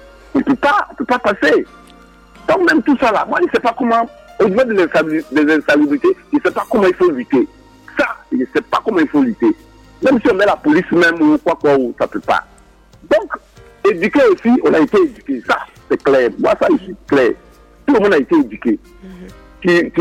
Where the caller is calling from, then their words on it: Abidjan, Côte d’Ivoire; Je suis maintenant de l'autre côté, chez les grands types, comme on le dit. Je suis à Koukodi.